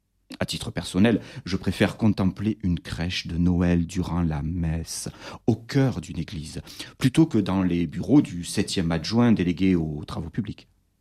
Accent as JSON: {"language": "French", "town": "Carcassonne", "region": "Occitanie", "country": "France", "tie": "born there", "also_born_or_lived": "Toulouse", "said": "parce que je suis carcassonnais, je suis né à Carcassonne en tout cas, j'ai vécu à Toulouse, je ne sais pas si les auditeurs entendent ou reconnaissent l'accent."}